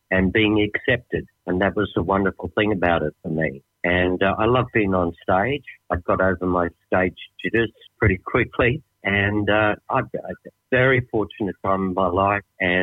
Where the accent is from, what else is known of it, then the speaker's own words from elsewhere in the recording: Kingaroy, Queensland, Australia; also born or lived in Margate; I grew up in Kingaroy, little country town in Queensland. But I was just starting school. So I think it would have been about 5 years old, something like that. We moved down to Margate, which is just north of Brisbane on the coast.